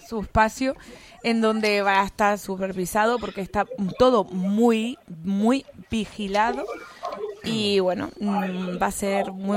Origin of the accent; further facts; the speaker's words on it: Canary Islands, Spain; Yo soy la canaria que va a estar fuera de Canarias.